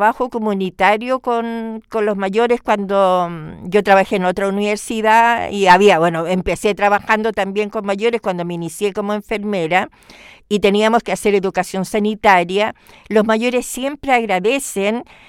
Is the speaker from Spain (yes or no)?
no; Valparaíso, Chile; yo soy de Valparaíso y nosotros no andamos apurados en Valparaíso como andan los santiaguinos, que me costó entender cuando empecé a venir a Santiago a trabajar